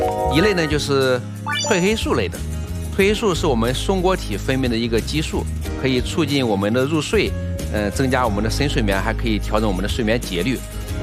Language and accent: Chinese; China